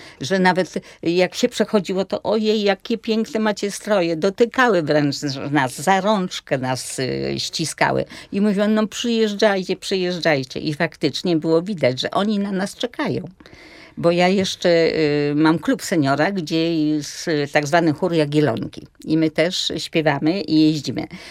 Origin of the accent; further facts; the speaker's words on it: Łódź, Łódź Voivodeship, Poland; ponieważ ja z Łodzi, one z Łodzi